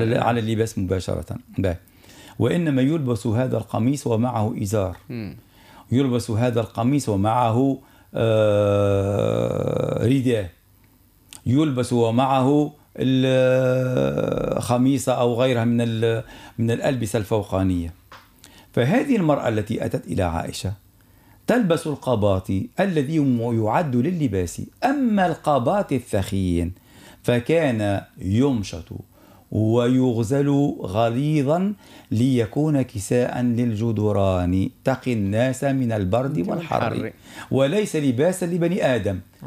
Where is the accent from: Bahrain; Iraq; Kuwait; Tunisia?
Tunisia; أنا تونسي